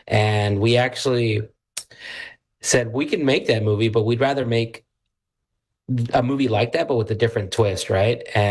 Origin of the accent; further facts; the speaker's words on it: Houston, Texas, United States; So it was homegrown Houston. You know, the story reflects the culture that we have in Houston. I grew up on the East End